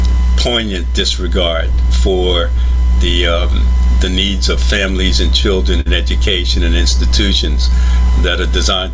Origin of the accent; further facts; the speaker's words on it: New York City, New York, United States; now in Portland, United States; I'm a New Yorker. I grew up in Bedford-Stuyvesant in Brooklyn, which has been tremendously gentrified, tremendously.